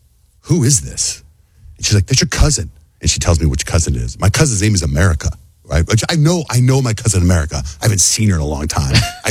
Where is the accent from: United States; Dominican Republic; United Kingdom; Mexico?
Mexico; So I grew up in Mexico. I have lots and lots of Mexican cousins.